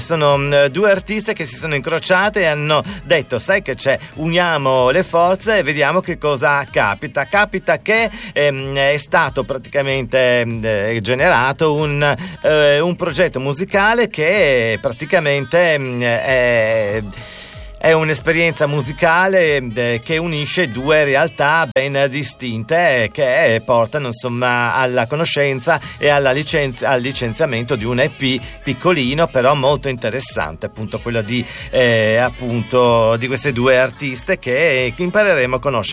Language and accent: Italian; Gorizia, Friuli-Venezia Giulia, Italy; Io vengo da Gorizia.